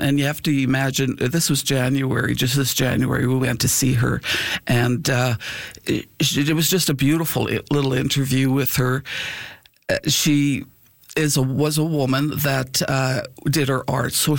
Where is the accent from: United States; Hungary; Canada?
Canada; Rose Valley, Saskatchewan; So the story originated at Arose Valley, which is my hometown